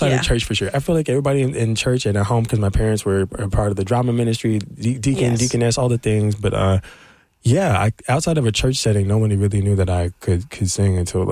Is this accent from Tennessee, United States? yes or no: yes; Nashville, Tennessee, United States; I'm from Nashville, Tennessee.